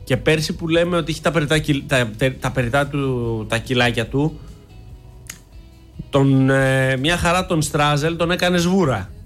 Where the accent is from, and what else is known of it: Greece